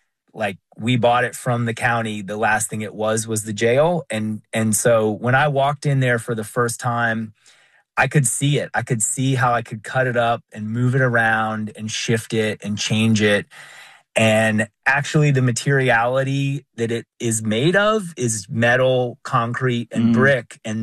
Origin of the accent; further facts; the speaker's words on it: Asheville, North Carolina, United States; now in Marshall, United States; I grew up in Asheville and came to Marshall, and it just captured my heart, and I've made it my home very intentionally.